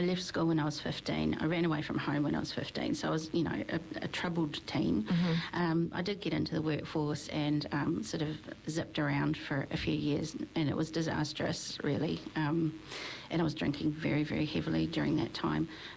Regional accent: Auckland, New Zealand; I'm from Auckland. Came down a couple of days ago for a visit to do some work.

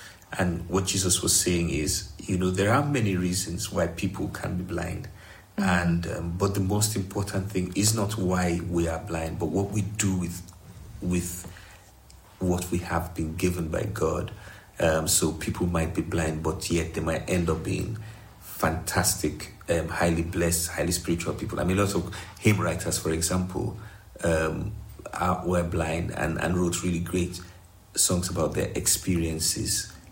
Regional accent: Nigeria; now in Lancaster, United Kingdom; I grew up in Nigeria, and Nigeria is a very highly spiritual country in the sense that, you know, you have to know what faith you're in. You have to know whether you're Christian or Muslim.

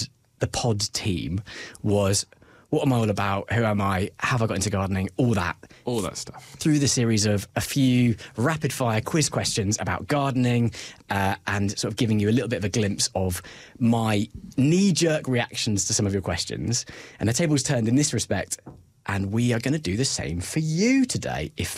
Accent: England, United Kingdom; both of us growing up in England, so many of our sort of native sort of forests are deciduous forests

